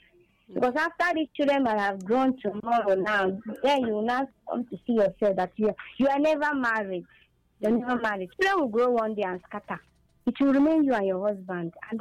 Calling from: Abuja, Federal Capital Territory, Nigeria; I'm calling from Abuja.

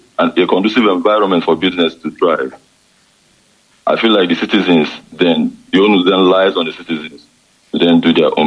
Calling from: Jalingo, Taraba, Nigeria; I served here at Jalingo, and after my service, then I started my business. I'm a poultry farmer here in Taraba State.

